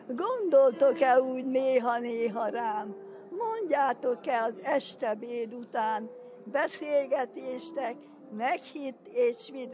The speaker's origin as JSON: {"language": "Hungarian", "town": "Miskolc", "region": "Borsod-Abaúj-Zemplén", "country": "Hungary", "tie": "born there", "said": "1941. január 10. A gyárba születtem."}